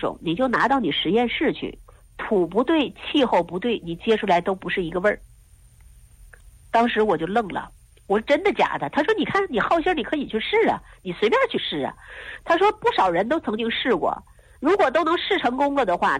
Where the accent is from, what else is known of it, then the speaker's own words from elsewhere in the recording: Changbai Mountains, China; 因为那是长白山脉。